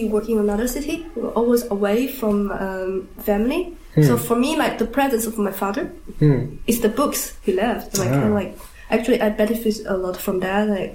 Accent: China; English is a second language; because I'm from China. In China, I think the contemporary art, especially, is a very new thing.

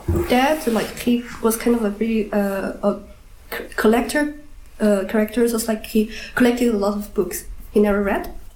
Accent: China; English is a second language; because I'm from China. And in China, I think the contemporary art, especially, is a very new thing.

